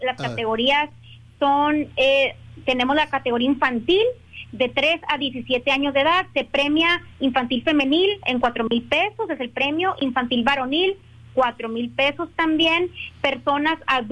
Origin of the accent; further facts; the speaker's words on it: Mexico; nuestra identidad como mexicanos